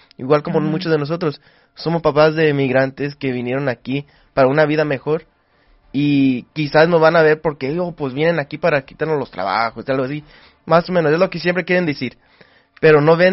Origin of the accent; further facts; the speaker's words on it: Mexico; puede tocar los corazones de muchos de nosotros, especialmente como mexicanos.